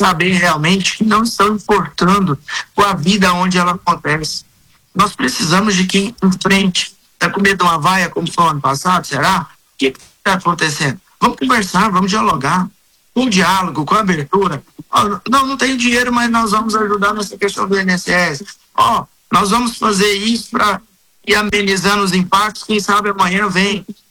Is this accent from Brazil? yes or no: yes; Goiás, Brazil; nós somos goianos